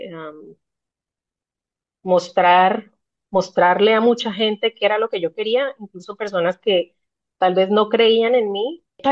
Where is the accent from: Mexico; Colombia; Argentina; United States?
Colombia; moved away; also born or lived in Norwich, England; una persona que era más colombiana que yo